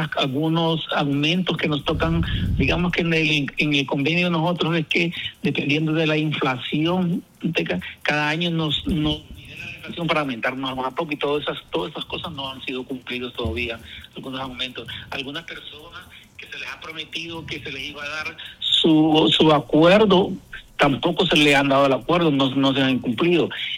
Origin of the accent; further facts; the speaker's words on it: Olanchito, Yoro, Honduras; nosotros somos de Olanchito y queremos a nuestro pueblo